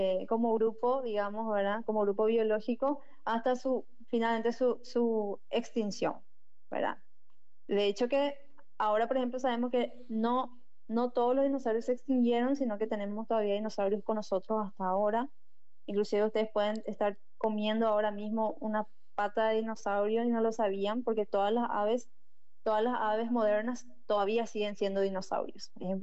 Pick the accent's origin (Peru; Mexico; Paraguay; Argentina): Paraguay